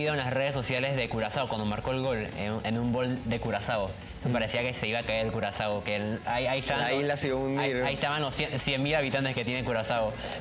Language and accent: Spanish; Panama; me inspira como panameño